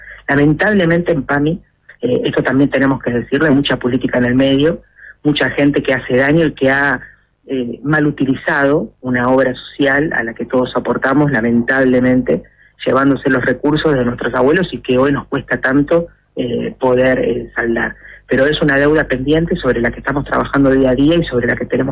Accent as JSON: {"language": "Spanish", "country": "Argentina", "said": "el gran desafío que tenemos como argentinos"}